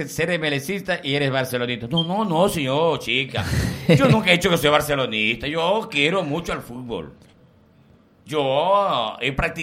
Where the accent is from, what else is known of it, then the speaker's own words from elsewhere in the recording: Colombia; now in Ecuador; Yo tengo doble. Yo soy colombiano y ecuatoriano.